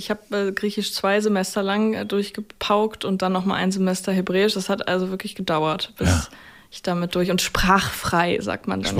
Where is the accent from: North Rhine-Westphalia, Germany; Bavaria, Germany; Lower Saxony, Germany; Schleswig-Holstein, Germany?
Lower Saxony, Germany; Wiesmoor; moved away; Also ich komme aus Hinrichsfehn. Hm. Das Fehn, das Heinrich Hinrichs vor 120 Jahren gegründet hat. Und genau, das gehört zur größeren Stadt Wiesmoor. Das ist in der Mitte von Ostfriesland.